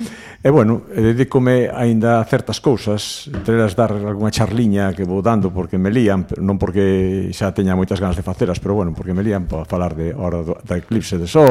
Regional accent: Esmelle, Galicia, Spain; also born or lived in Ferrol; nací en Ferrol, aínda que me criei en Esmelle, vivo en Esmelle tamén.

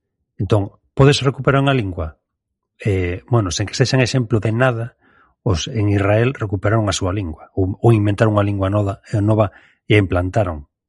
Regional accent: Galicia, Spain; Se os que xa estábamos aquí, nacemos aquí, medramos

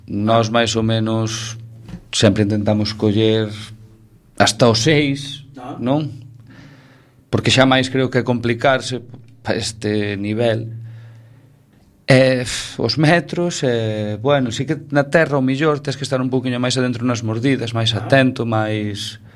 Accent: Arteixo, Galicia, Spain; Sí, bueno, eu son de Arteixo.

